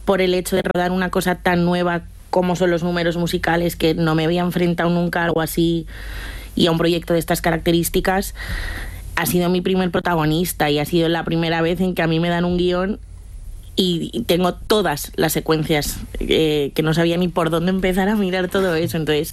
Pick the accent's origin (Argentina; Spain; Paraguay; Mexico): Spain; Jaca, Aragon; De Jaca, de Huesca.